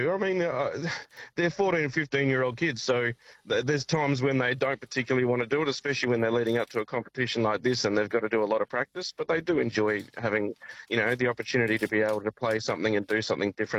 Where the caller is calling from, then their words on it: Carnamar, Western Australia, Australia; I am currently in a little town called Carnamar in Western Australia. We're travelling from Morawa down to Perth